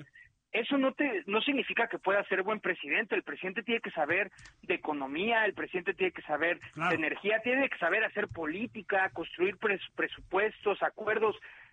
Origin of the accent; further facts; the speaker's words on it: Mexico; el hecho de que como mexicanos le estemos dando como el pase automático, a mí parece muy poco exigente.